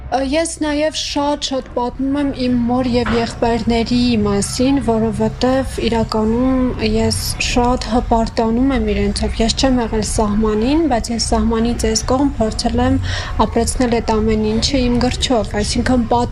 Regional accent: Stepanakert, Nagorno-Karabakh, Azerbaijan; մասնագիտությամբ գրող, երգահան, դերասան։ Ծնվել եմ քաղաք Ստեփանակերտում, Գողթրիկ Արցախում, ամբողջ կյանքս անց եմ կանչել հենց Ստեփանակերտում

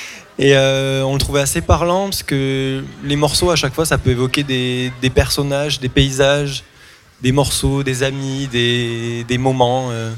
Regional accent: France; also born or lived in England; Et je suis né en Angleterre, mais je suis en France depuis que j'ai 2 ans.

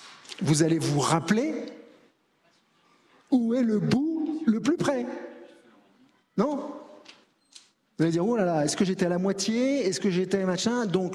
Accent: Paris, Île-de-France, France; parce que je suis parisien, mais qui concerne aussi la lumière. Mais parfois, les Parisiens

